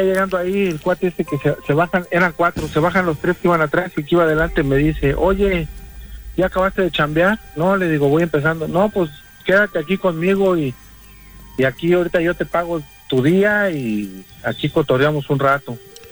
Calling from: Ciudad Madero, Tamaulipas, Mexico; Hablo de Ciudad Madero, Tamaulipas.

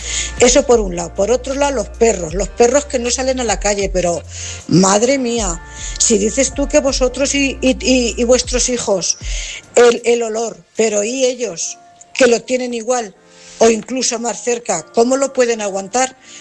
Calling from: Cuenca, Castilla-La Mancha, Spain; corresponsal de Cuenca.

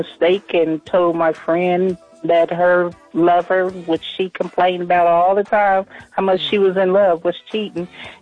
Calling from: Texas, United States; I'm from Texas.

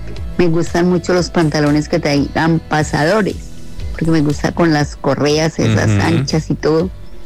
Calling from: Cartago, Valle del Cauca, Colombia; Los escucho desde Cartago, de la urbanización La Arboleda.

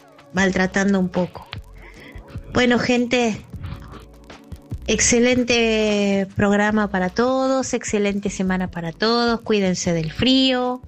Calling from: Caballito, Buenos Aires, Argentina

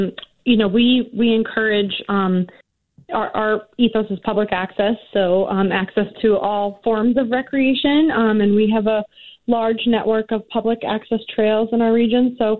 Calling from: Rangeley, Maine, United States

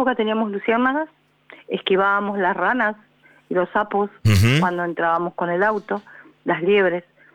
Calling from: Mar del Plata, Buenos Aires Province, Argentina; Yo llamo desde Mar del Plata

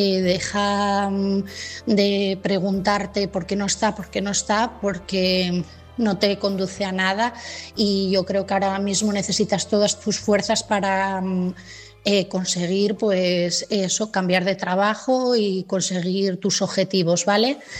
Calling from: Asturias, Spain; de Asturias y mi mensaje esta noche es para Silvia.

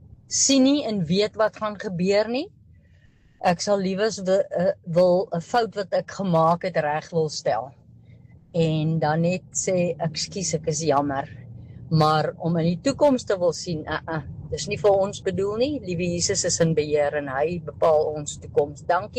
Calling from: Meyerton, Gauteng, South Africa; van Meyerton

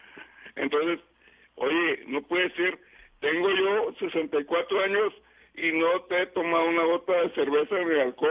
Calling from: Mexico; México, yo soy mexicano, hasta las cachas.

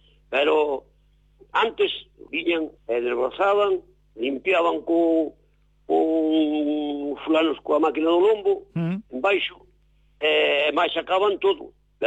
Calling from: Mourente, Galicia, Spain; En esto, Rúa dos Pradiños, aquí Mourente.

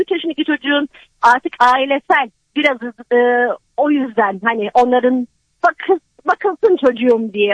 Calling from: Isparta, Turkey

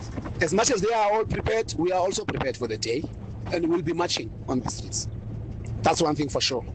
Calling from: Queenstown, Eastern Cape, South Africa

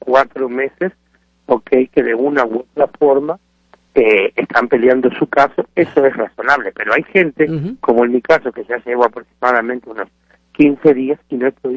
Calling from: Orlando, Florida, United States; yo provengo de Orlando

